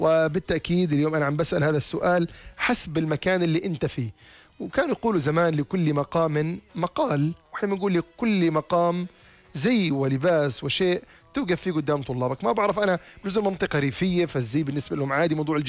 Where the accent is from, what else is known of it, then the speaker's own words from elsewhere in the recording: Jordan; عندنا بالأردن